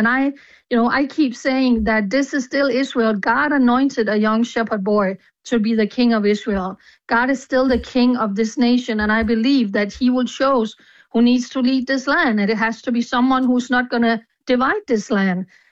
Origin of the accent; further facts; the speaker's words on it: Denmark; I said, I'm from Denmark.